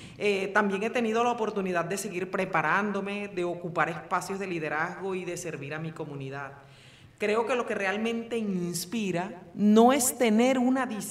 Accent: Fonseca, La Guajira, Colombia; born there; now in San Juan del Cesar, Colombia; soy una mujer guajira, nací en Fonseca

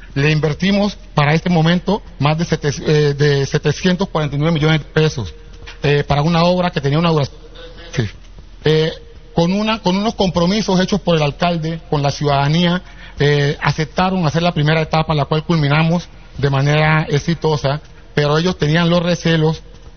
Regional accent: Andagoya, Chocó, Colombia; born there; los que nacimos en Andagoya

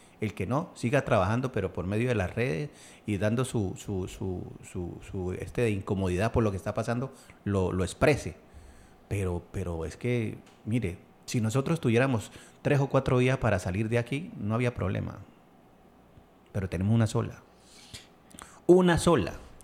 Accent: Buenaventura, Valle del Cauca, Colombia; aquí vivimos todos. Blancos, negros, mestizos, indios, altos, bajitos. Somos todos de Buenaventura.

